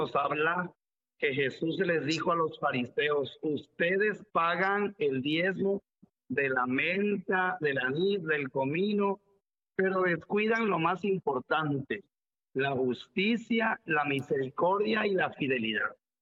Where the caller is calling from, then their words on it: Paraíso, Tabasco, Mexico; Desde Paraíso, Desde Tabasco